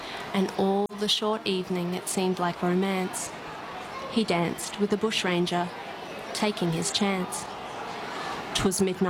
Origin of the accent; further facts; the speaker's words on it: Australia; talking about the heartache of living on the land, but of course bush poetry and just being Australian, the larrikinism.